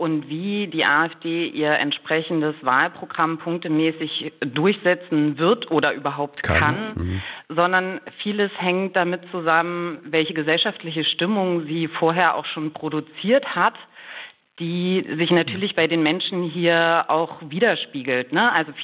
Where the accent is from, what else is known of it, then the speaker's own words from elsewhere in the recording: Magdeburg, Saxony-Anhalt, Germany; Tatsächlich komme ich aus Magdeburg